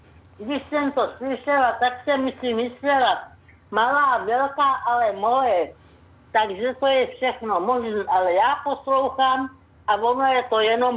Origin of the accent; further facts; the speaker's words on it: Plzeň Region, Czechia; jsem z Plzeňska.